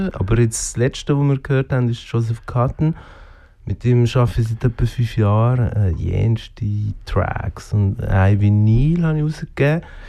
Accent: Biel, Bern, Switzerland; In Biel aufgewachsen

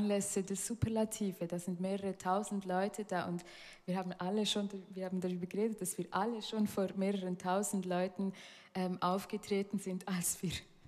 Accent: Solothurn, Switzerland; born or raised there

